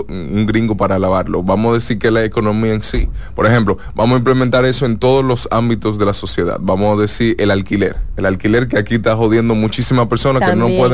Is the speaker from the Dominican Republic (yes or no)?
yes; Dominican Republic